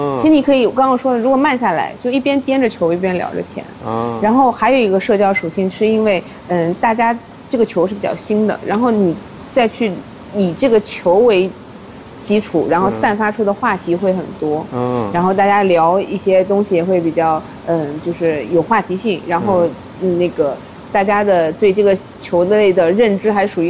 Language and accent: Chinese; China; 它其实非常适合我们中国人体质的，